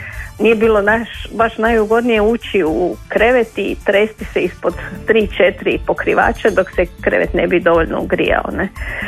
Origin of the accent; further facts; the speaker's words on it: Dalmatia, Croatia; now in Zagreb, Croatia; Naime, rođena sam i odrasla u Dalmaciji i grijanje je bilo nešto čime su se bavili roditelji